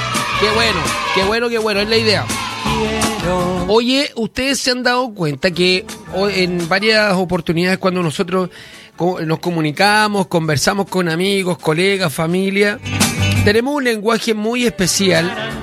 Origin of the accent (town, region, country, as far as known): Chile